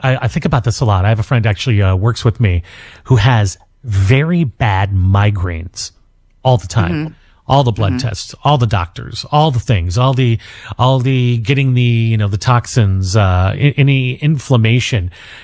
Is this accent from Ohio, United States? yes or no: no; St. Louis, Missouri, United States; born or raised there